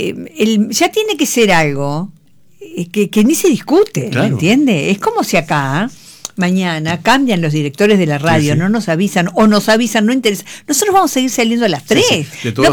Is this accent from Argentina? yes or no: no; Uruguay; Muy vanidosos, muy agrandados somos los uruguayos, con chapa de modestos.